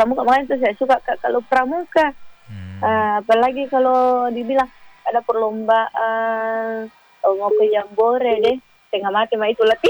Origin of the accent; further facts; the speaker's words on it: Makassar, South Sulawesi, Indonesia; born there; moved away; saya kan di Makassar, jadi tidak bisa ke daerah kan